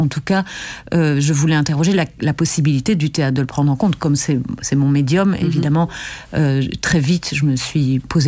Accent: Wallonia, Belgium; Et moi, je suis wallonne, donc j'ai grandi aussi dans la culture wallonne.

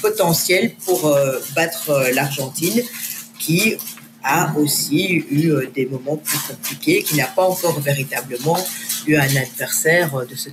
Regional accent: France; accent: French; Elles aimaient bien mon accent français.

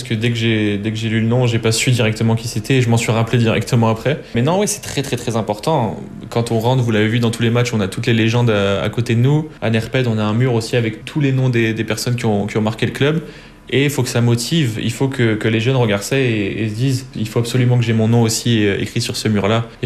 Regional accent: France; moved away

